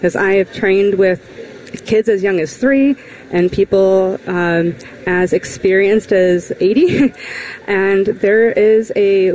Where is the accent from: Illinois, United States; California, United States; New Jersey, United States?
Illinois, United States; Bolingbrook; I grew up in Will County. So I'm okay. originally from Bolingbrook, Illinois.